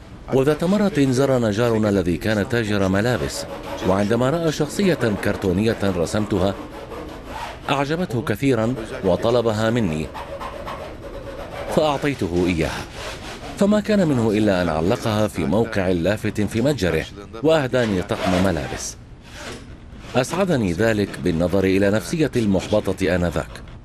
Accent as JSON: {"language": "Arabic", "region": "Istanbul", "country": "Turkey", "tie": "born or raised there", "also_born_or_lived": "Gaziantep", "said": "أنا من مواليد مدينة غازي عنتاب عام 74. انتقلنا للعيش في اسطنبول في الرابعة من عمري بسبب إعاقة السمعية. درست الابتدائية والمتوسطة والثانوية في اسطنبول"}